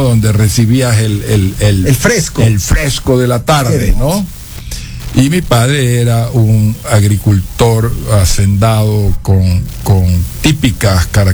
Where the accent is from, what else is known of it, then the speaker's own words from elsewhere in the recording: Guayaquil, Guayas, Ecuador; also born or lived in Quito; y de aquí fuimos a Guayaquil. Ya en Guayaquil, tercer grado en adelante, al Colegio Americano.